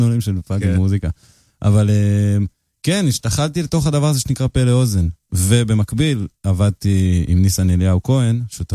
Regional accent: Jerusalem, Jerusalem District, Israel; moved away as an adult; now in Haifa, Israel; ירושלמי במקור, חיפאי כבר, אני חושב קצת מעל עשור

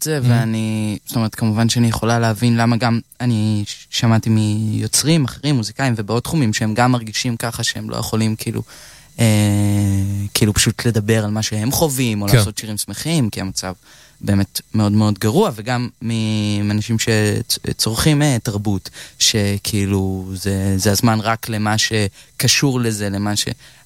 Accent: Hadera, Haifa District, Israel; בטח. אני גדלתי בחדרה, נולדתי ב-2002, אני בת 24, זה מה שזה אומר.

